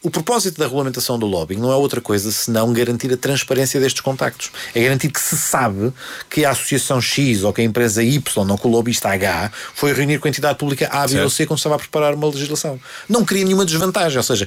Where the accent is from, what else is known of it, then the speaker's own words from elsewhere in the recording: Lisbon, Portugal; born there; gosto muito das coisas da cidade de Lisboa onde nasci